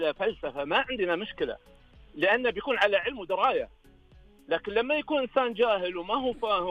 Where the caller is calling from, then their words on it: Khobar, Eastern Province, Saudi Arabia; اكلمك ابوي من الشرقيه الخبر.